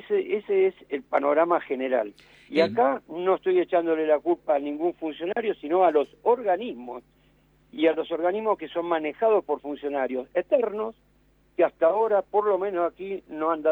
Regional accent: Argentina; Nosotros como argentinos

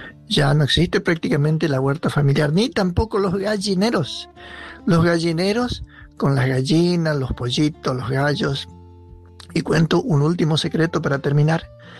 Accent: Santa Fe, Argentina; del Chaco santafesino.

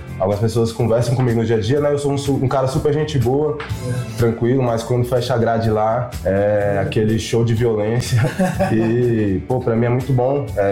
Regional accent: Ceilândia, Federal District, Brazil; now in Taguatinga, Brazil; Eu nasci aqui no... Na verdade, fui criado na Ceilândia, né? Atualmente resido em Taguatinga

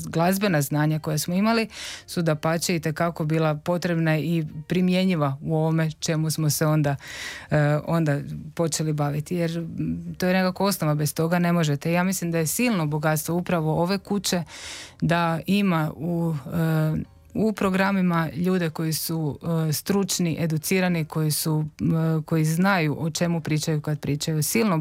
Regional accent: Zadar, Zadar County, Croatia; moved away as an adult; now in Zagreb, Croatia; kako sam ja rođena i odrasla u Zadru

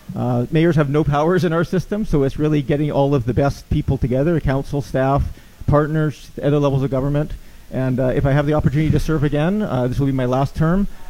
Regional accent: British Columbia, Canada; born there; also born or lived in Victoria, British Columbia; now in Oak Bay, Canada; I was born here in Victoria. I grew up in small coastal villages up along the coast, like Bella Coola and Prince Rupert. I then spent over a year with my family sailing around North and South America, ending up back in Oak Bay, where my grandparents lived

